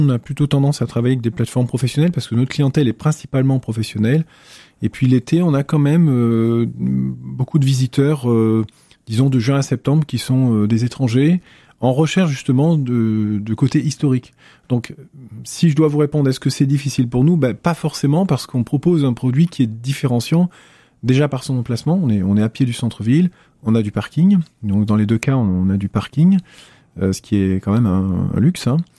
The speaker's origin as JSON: {"language": "French", "town": "Limoges", "region": "Nouvelle-Aquitaine", "country": "France", "tie": "born or raised there", "also_born_or_lived": "Geneva, Switzerland", "said": "j'ai fait ma primaire à Boisseuil, mon collège à Pierre-Buffière et mon lycée à Gay-Lussac puisqu'on en parlait tout à l'heure, et donc je suis un gars du coin"}